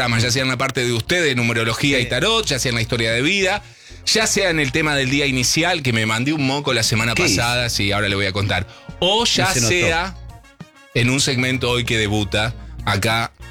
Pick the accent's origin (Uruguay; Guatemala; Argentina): Argentina; San Martín; born there; Y bueno, viste, soy nacido en San Martín.